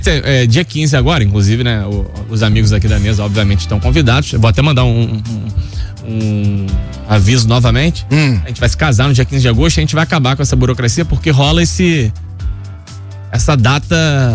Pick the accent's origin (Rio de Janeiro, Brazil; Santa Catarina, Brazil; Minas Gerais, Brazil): Rio de Janeiro, Brazil; São Gonçalo; Eu cresci entre dois bairros lá em São Gonçalo.